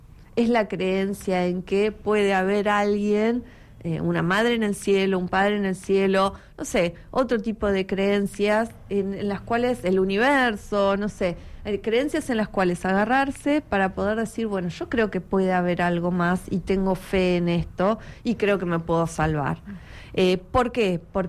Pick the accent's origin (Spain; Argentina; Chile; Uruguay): Argentina; creo que somos todos argentinos.